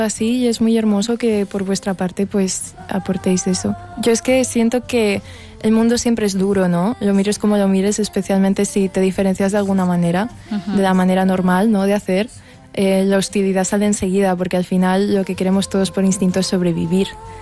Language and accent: Spanish; Barcelona, Catalonia, Spain; also born or lived in Castell de Cabra, Teruel; yo nací y me he criado en Barcelona, pero el campo es el campo de mi pueblo, que el pueblo es Castell de Cabra, en Teruel.